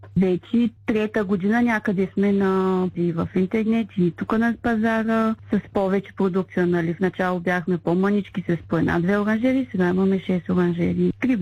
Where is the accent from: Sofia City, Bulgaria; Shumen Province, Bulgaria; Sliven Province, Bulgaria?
Shumen Province, Bulgaria; Shumen; now in Silistra, Bulgaria; Аз съм родом от Шумен